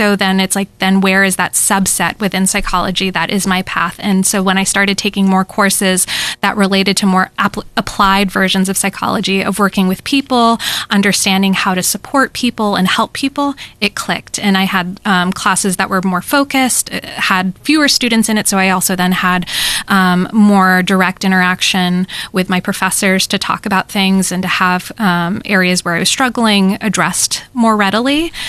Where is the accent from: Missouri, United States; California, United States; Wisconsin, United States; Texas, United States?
California, United States; Temecula; moved away as an adult; growing up in Temecula, which felt like such a small town where I didn't always feel like I fit